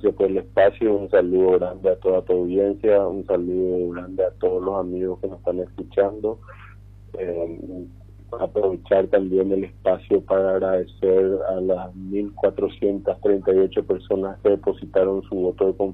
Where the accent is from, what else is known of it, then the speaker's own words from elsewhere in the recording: Presidente Franco, Alto Paraná, Paraguay; como paraguayos y como franqueños, y sobre todo como hijos de Dios